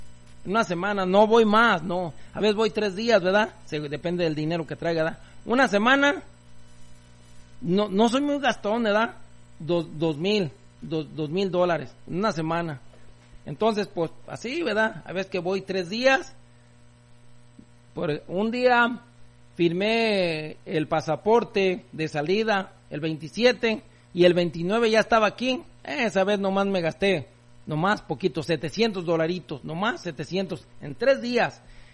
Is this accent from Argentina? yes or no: no; Guadalajara, Jalisco, Mexico; also born or lived in Huejúcar, Jalisco / San Miguel Zapotitlán; soy nativo de aquí, de Huejúcar, Jalisco, pero criado allá por el área de Guadalajara primeramente, después en San Miguel Zapotitlán